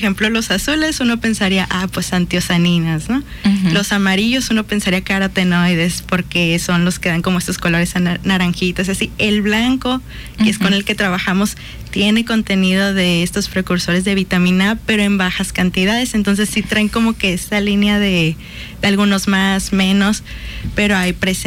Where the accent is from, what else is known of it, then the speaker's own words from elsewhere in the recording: Mexico; hablando de nosotros como mexicanos, porque es parte de nuestra identidad